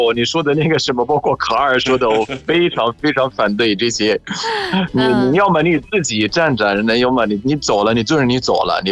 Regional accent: Egypt; Chinese is a second language; 你说你看排队这个，我们埃及人有自己的规矩，什么规矩呢？我们不能让老少就是长时间排队。

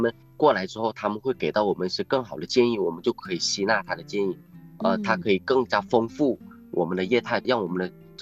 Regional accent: Hainan, China; moved away as an adult; 我毕业之后我就一定回来建设我们的国际旅游岛，回来建设我们的家乡

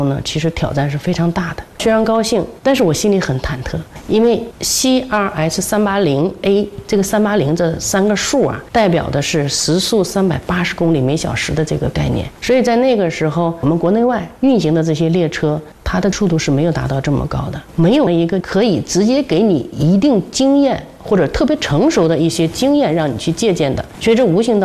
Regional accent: Jilin, China; 我是出生在吉林的一个小镇上，父亲呢是铁路工人

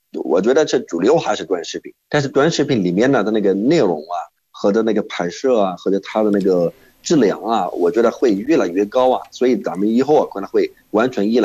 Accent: Jordan; 我是来自约旦的

